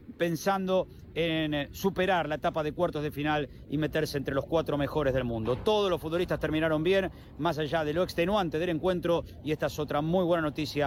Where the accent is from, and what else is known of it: Argentina